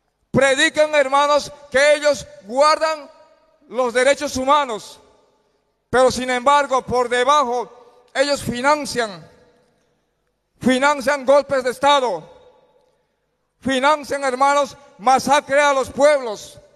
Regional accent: Bolivia; nosotros como pueblo boliviano, campo y pueblo

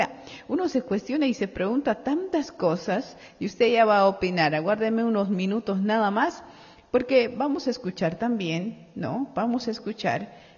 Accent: Bolivia; Nosotros somos los malos bolivianos

